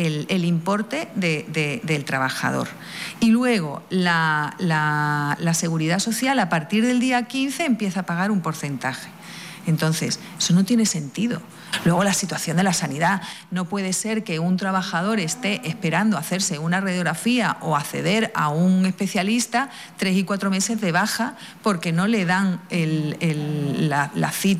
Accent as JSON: {"language": "Spanish", "country": "Spain", "said": "nosotros, aunque estemos fuera del territorio aduanero de la Unión, somos españoles"}